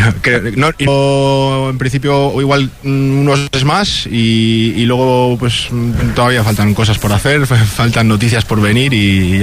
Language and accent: Spanish; Bilbao, Basque Country, Spain; moved away as an adult; now in Chattanooga, United States